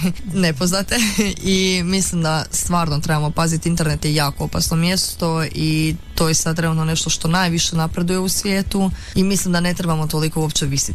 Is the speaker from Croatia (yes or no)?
yes; Croatia; mi dalje imamo taj neki svoj mentalitet jednako tu kod nas u Hrvatskoj, općenito na Balkanu